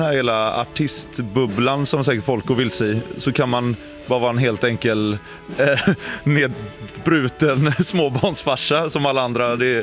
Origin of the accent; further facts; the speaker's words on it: Gothenburg, Västra Götaland County, Sweden; nu är jag hemma i Göteborg